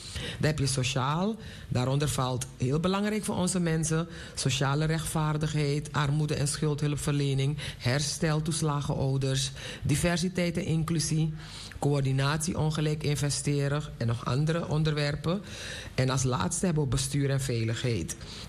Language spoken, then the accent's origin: Dutch; Suriname; moved away as an adult; now in Netherlands; Ik ben geboren en getogen in Suriname. Op mijn 24ste naar Nederland gekomen.